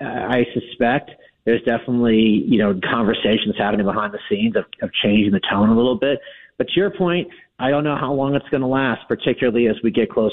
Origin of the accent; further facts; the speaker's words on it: United States; I mean, as an American citizen, I guess I hope so.